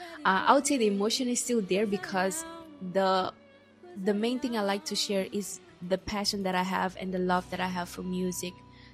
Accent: Mozambique; now in Warsaw, Poland

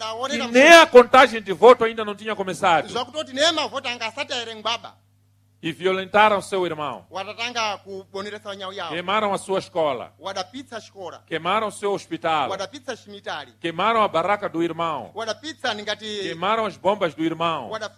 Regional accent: Mozambique; Nós, como moçambicanos, somos um povo de paz.

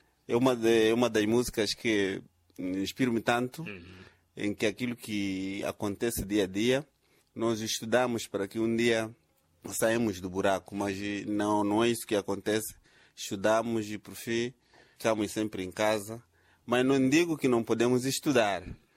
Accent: Quelimane, Zambezia, Mozambique; moved away as an adult; also born or lived in Nacala Porto, Nampula; Sim, eu sou natural da Zambeze, distrito de Nkwadala, mas já pertence à cidade de Quilimane.

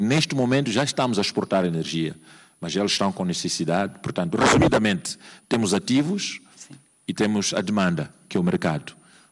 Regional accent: Mozambique

